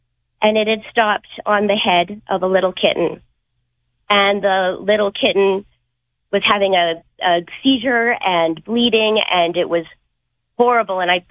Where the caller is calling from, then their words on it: Edmonton, Alberta, Canada; I'm calling from Edmonton, Alberta.